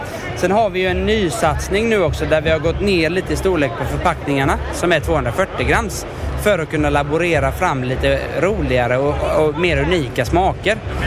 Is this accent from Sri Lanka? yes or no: no; Vetlanda, Jönköping County, Sweden; vår sötstarka farfarssenap som kommer från bygda hemma i Vetlanda